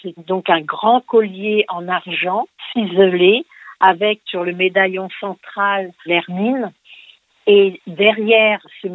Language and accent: French; Rennes, Brittany, France; first language Breton; French is a second language; nous avons été élevés dans la ville de Rennes, tout en langue bretonne.